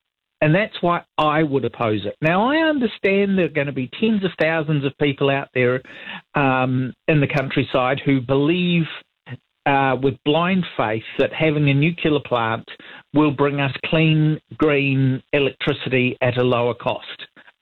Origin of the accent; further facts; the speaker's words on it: New Zealand; from my point of view as a New Zealander, as a fifth or sixth generation New Zealander, this is what I've grown up with.